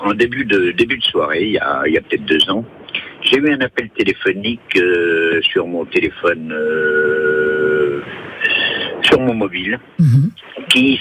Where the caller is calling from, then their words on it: Grand Est, France; j'étais dans la région Grand Est